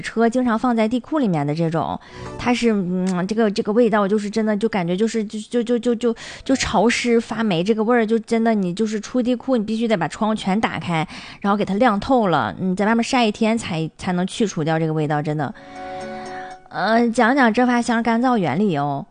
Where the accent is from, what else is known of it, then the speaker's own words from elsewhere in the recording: Northeast China, China; 咱们东北话比较霸劲啊。